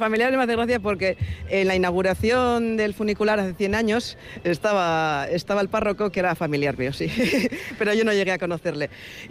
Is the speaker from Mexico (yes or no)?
no; Trapagaran, Basque Country, Spain; Y es mi funi, como digo yo, ¿no? Es mi pueblo y contenta, la verdad.